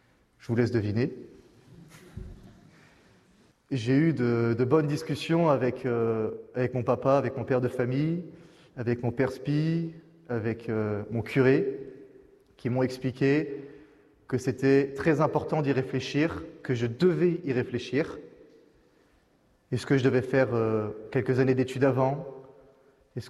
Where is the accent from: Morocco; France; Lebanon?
France; Nouvelle-Aquitaine